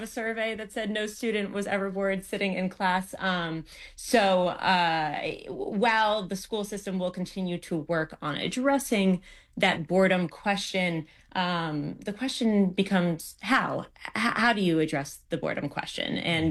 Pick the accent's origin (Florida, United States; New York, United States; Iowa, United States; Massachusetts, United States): New York, United States; New York City; This is something, as just a New Yorker, I think we've heard from bright young students before